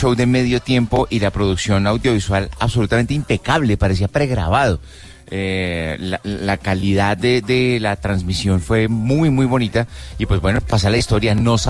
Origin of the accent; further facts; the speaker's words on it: Colombia; nos recuerdan que somos colombianos